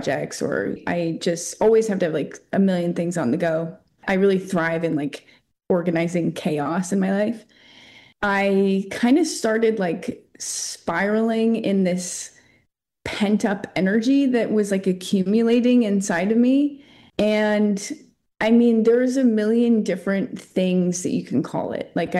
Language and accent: English; Canada; moved away as an adult; now in Los Angeles, United States; I'm a Canadian living in LA. I have a band called … we just released our first record. I moved to LA about 8 years ago.